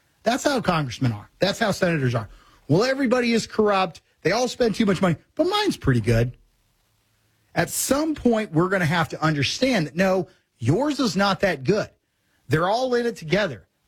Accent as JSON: {"language": "English", "region": "Missouri", "country": "United States", "said": "And I'm from Missouri. We've had our own situation."}